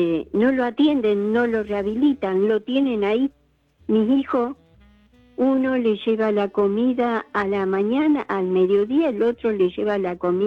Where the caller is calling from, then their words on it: San Miguel, Argentina; Yo soy de San Miguel.